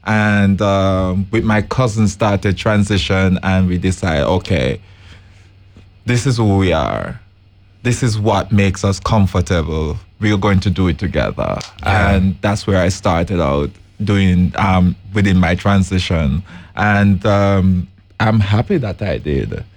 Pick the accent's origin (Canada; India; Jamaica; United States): Jamaica; now in Netherlands; coming to the Netherlands, I'm from Jamaica.